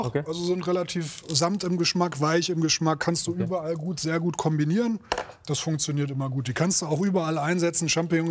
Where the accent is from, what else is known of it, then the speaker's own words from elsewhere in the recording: Northern Germany, Germany; now in Frankfurt, Germany; ich als Norddeutscher